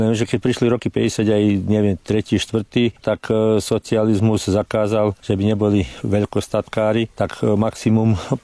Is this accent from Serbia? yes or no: no; Ilok, Vukovar-Srijem County, Croatia; Väčšinou, ako aj ostatní Slováci z Iloku, my sme prišli z Vojvodiny.